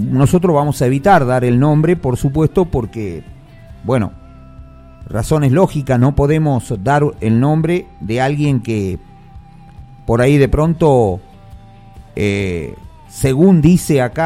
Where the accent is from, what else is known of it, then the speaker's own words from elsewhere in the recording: Salta, Argentina; los últimos somos los de ANTA.